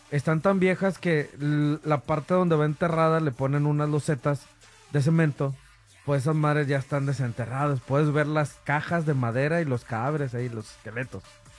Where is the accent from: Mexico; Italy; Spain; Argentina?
Mexico; León, Guanajuato; moved away; Allá en mi tierra, en mi barrio, que es en León, Guanajuato, en mi barrio de San Nicolás. Bueno, no, mi barrio de San Nicolás no. Mi barrio es San Juan de Dios